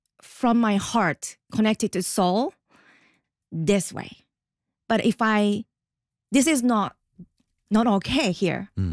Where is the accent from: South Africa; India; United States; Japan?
Japan; English is a second language; moved away as an adult; After 1 year later, it still sounds like I'm from Japan.